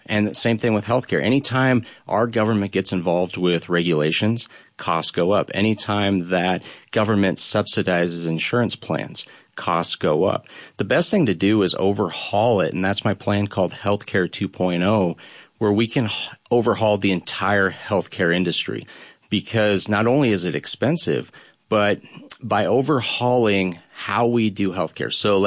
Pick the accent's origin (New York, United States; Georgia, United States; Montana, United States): Montana, United States; now in Billings, United States; I was born and raised on the High Line, farmer-rancher background